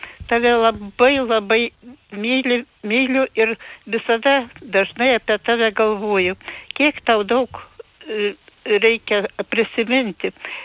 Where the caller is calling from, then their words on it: Dotnuva, Kaunas County, Lithuania; Čia aš iš Dotnuvos